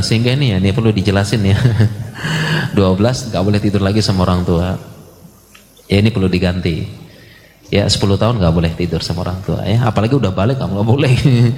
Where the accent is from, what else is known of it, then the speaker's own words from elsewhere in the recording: Sumbawa Island, West Nusa Tenggara, Indonesia; masa kecil saya dulu di Pulau Sumbawa ya.